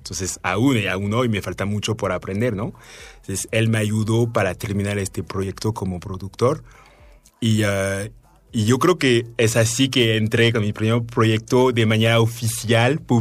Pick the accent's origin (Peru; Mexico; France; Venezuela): France; born there; Spanish is a second language; moved away; papás nacieron en Camerún, y ahí hay como varias etnias, como más de 200. Y emigraron a Francia, donde yo nací.